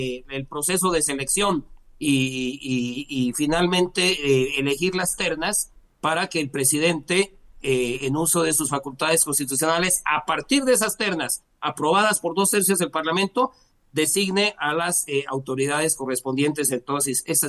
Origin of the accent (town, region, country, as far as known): Bolivia